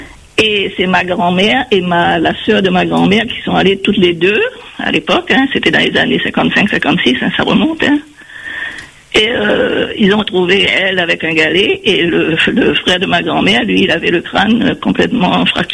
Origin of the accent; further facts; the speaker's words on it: Saint-Denis, Réunion; now in Paris region, France; je suis née à Saint-Cotide, hein, et puis après, bon, ça fait 52 ans que je suis en métropole